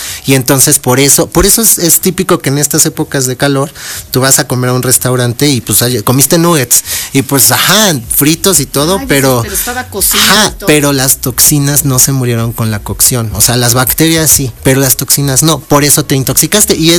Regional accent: State of Mexico, Mexico; now in Puebla, Mexico; Yo en esa parte sí, aquí en Puebla, yo no soy de aquí, soy del Estado de México

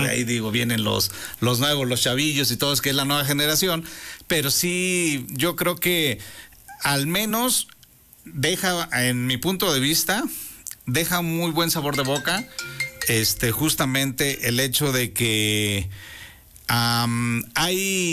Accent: Mexico; o sea, obviamente digo, no, somos mexicanos

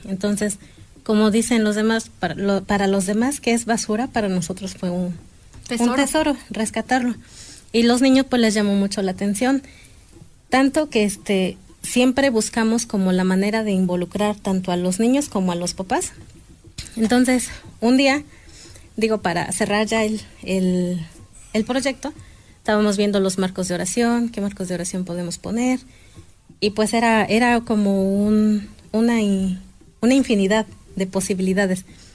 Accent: Soyatl, Mexico; En mi comunidad, ven que les he dicho que yo vengo de Soyatl

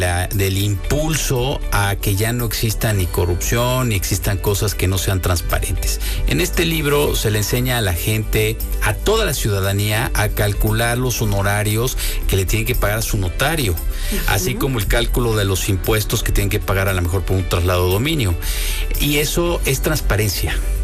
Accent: Puebla, Mexico; Soy una persona que realmente yo sí soy orgulloso de ser poblano.

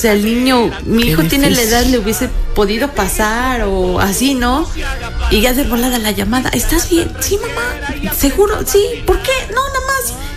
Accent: Teziutlán, Puebla, Mexico; Mi reto era estar en Teziutlán, porque yo soy de aquí, de Teziutlán.

